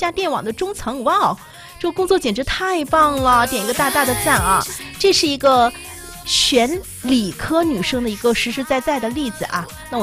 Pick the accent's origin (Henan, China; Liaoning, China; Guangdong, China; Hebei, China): Liaoning, China; 我们身为一个东北人，尤其是身为一个辽宁人